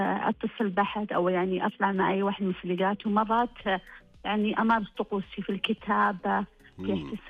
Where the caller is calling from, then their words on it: Riyadh, Riyadh Province, Saudi Arabia; أختك … من الرياض